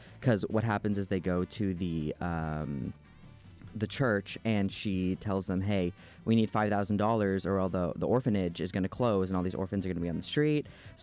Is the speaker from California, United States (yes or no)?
no; Louisiana, United States; I'm Cajun